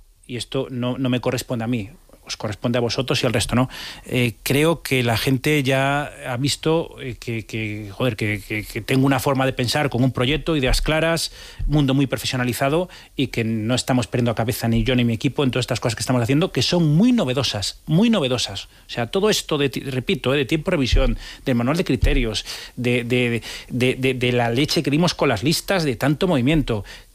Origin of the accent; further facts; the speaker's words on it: Vigo, Galicia, Spain; Si soy de Vigo